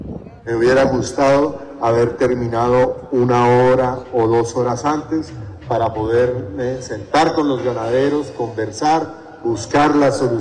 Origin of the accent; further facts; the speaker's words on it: Colombia; desde Colombia, desde mi tierra